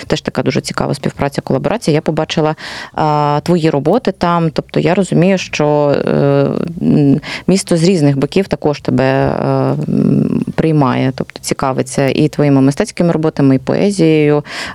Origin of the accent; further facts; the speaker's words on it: Luhansk Oblast, Ukraine; бо я з Луганщини.